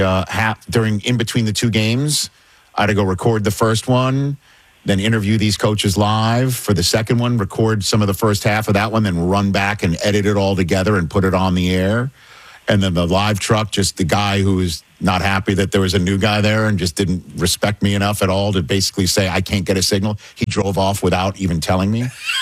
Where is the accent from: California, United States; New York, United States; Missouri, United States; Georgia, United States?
New York, United States; I'm some guy from New York sweating my ass off on that day